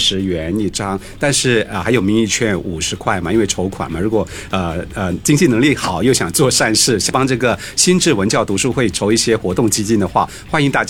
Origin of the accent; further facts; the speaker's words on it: Singapore; 我们是在南洋长大，但是我们跟先辈这个我们在南洋长大，跟先辈的唐山是他们的家乡嘛，其实两个是一线牵的，所以不能够忘记我们的母语，母语当然就包括我们的方言跟华语了。